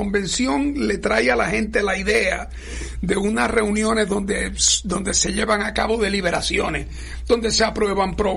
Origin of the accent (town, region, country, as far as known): Puerto Rico